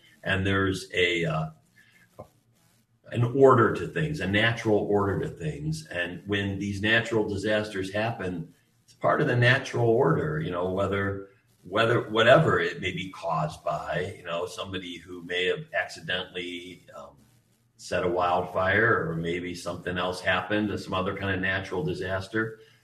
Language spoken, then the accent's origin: English; Cleveland, Ohio, United States; Yes. Yeah. I grew up in the Cleveland area.